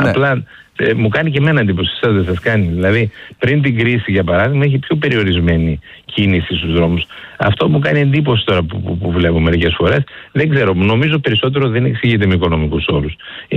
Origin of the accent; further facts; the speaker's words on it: Eastern Macedonia and Thrace, Greece; εγώ επισημαίνω που κατάγομαι και από την Ροδόπη, οι αγρότες μας.